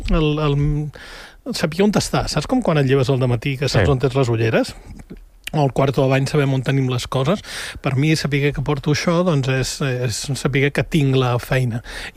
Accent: L'Ametlla del Vallès, Catalonia, Spain; el meu poble, vale? L'Ametlla del Vallès, un poble petit

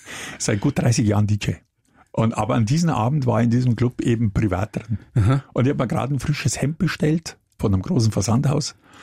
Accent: Munich, Bavaria, Germany; die laden mich als Münchner da ein oder was, das kann ich besser.

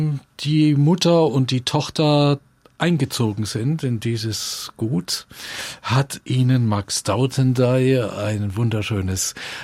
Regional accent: Würzburg, Bavaria, Germany; Ja, ich bin Würzburger und für mich ist eine der schönsten Hänge, die Würzburg da hat, der Festungshang, der Nikolausberg.

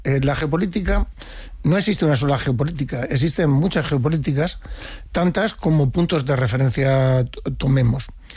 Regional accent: Spain; Somos, los españoles somos empáticos.

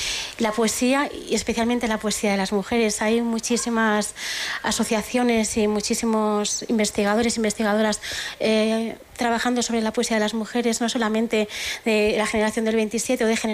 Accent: Soria, Castile and León, Spain; now in Madrid, Spain; venimos de Madrid, pero jugamos en casa porque somos sorianas, y la verdad es que estar en Soria siempre es estar en casa.

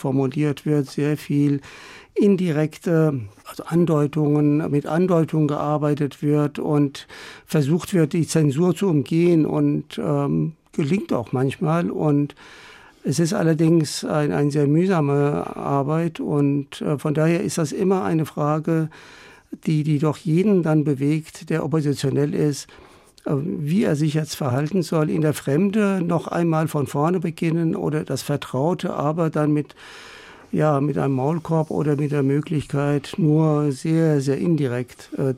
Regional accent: Germany; ich bin ja auch hier in Deutschland aufgewachsen

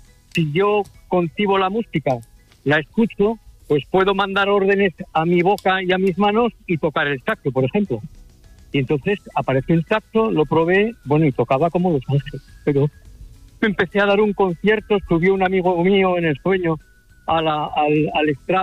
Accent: San Sebastián, Basque Country, Spain; porque ayer intenté, que tenía una anécdota con Alfredo Landa, porque yo soy de San Sebastián.

